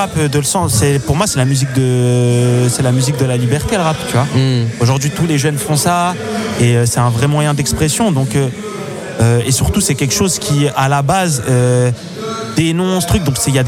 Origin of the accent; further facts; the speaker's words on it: Paris, Île-de-France, France; moi, j'ai grandi dans le quartier des Fougères.